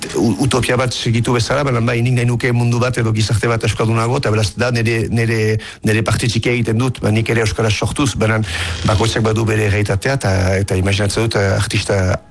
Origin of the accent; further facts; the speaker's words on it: Bayonne, Nouvelle-Aquitaine, France; bizitzea eskualde batean, Baiona bezalako hiri batean, txikia nintzenean, nun euskalduna girela 100%